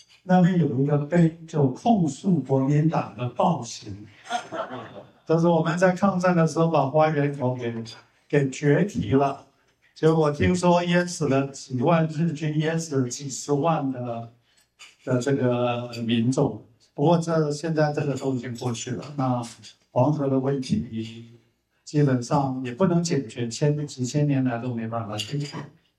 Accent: Taiwan; 我们台湾人对山区河川的治理，我们有一套我们的一个方法

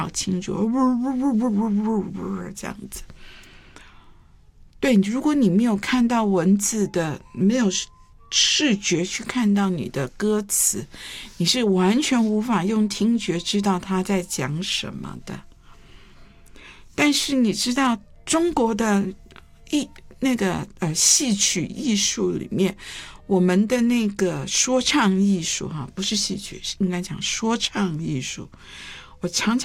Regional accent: Taiwan

